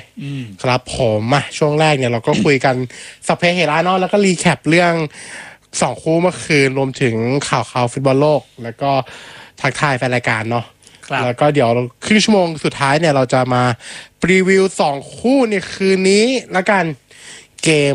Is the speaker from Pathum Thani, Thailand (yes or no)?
yes; Lam Luk Ka, Pathum Thani, Thailand; also born or lived in Min Buri, Bangkok; ผมเนี่ยเป็นคนลำนุกาแต่ว่าลูกครึ่งเนี่ยหมายความว่าไงผมต้องมีเชื้อสายอื่นไหมผมเป็นคนลำลูกกาใช่